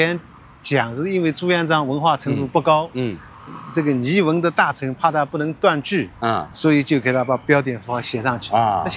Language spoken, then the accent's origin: Chinese; Jiangnan, China; 我小时候生活在江南